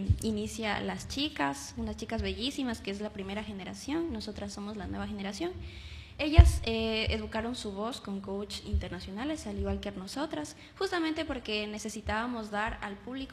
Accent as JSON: {"language": "Spanish", "town": "Tena", "region": "Napo", "country": "Ecuador", "said": "Sí, yo soy del Tena."}